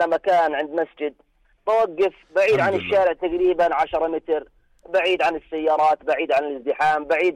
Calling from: Jordan; أنا مواطن أردني.

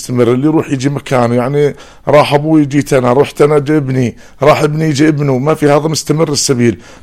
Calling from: Ma'an, Ma'an Governorate, Jordan; عندنا في معان

